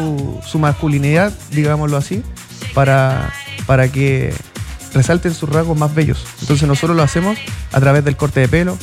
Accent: Valparaíso, Chile; incursionando en el rubro de la barbería. Tengo 27 años, oriundo de Valparaíso.

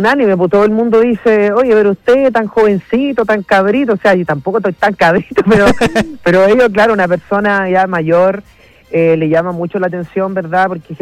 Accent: Rancagua, O'Higgins, Chile; Yo soy nacido y mal criado en Rancagua.

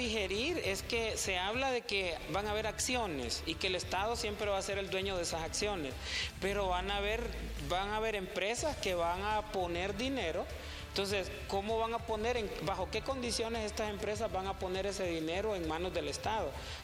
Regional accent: Honduras; por lo que conozcamos nosotros como hondureños

